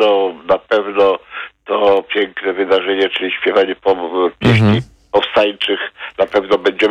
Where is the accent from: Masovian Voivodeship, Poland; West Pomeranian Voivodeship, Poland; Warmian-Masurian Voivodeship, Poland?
Masovian Voivodeship, Poland; Warsaw; born there; jako warszawiak od, no, wielu, wielu pokoleń.